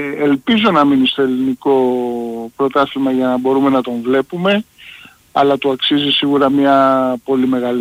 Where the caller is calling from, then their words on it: Sounio, Attica, Greece; Καλησπέρα, είμαι ο από το Σούνιο και είμαι αεκάρα.